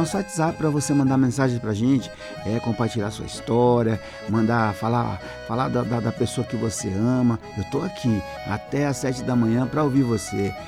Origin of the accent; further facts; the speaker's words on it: Londrina, Paraná, Brazil; Só os primeiros que vivem todos em Londrina, pois fomos criados lá em Londrina, desde que cedo da lida, do café que temos